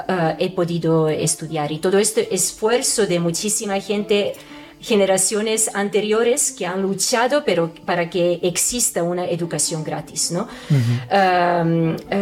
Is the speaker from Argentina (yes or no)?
no; Serbia; Spanish is a second language; moved away as an adult; país, de mi país, después de todo lo que ha pasado. Yo tengo que admitir de que realmente cuando salí de Serbia yo estaba agotada.